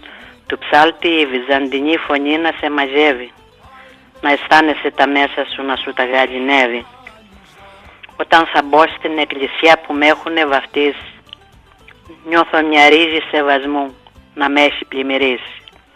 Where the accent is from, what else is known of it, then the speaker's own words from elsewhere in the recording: Vorizia, Crete, Greece; Λέω μέρα του Ευαγγελισμού επήγα στα βορίζα.